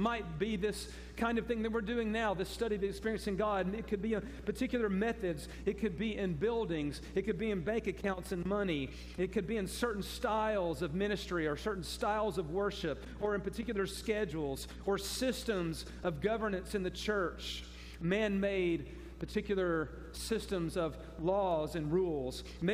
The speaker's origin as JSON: {"language": "English", "country": "United States"}